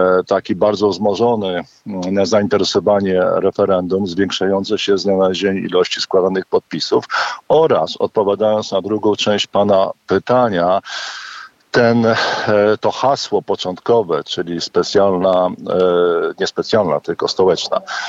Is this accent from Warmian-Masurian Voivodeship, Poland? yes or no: no; Warsaw, Masovian Voivodeship, Poland; jako obywatel Warszawy, jako warszawiak